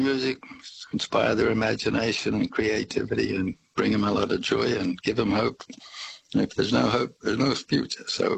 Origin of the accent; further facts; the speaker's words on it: Australia; born there; also born or lived in England; I was born in Australia, of course, but I lived overseas and worked overseas, and I started my music career with a small C in England, and then I came back